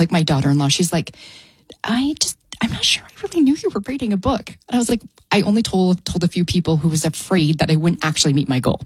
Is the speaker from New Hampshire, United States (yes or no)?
yes; New Hampshire, United States; moved away as an adult; now in Boise, United States; And what's interesting is I came from New Hampshire at the time. So we moved here in 2013 to Boise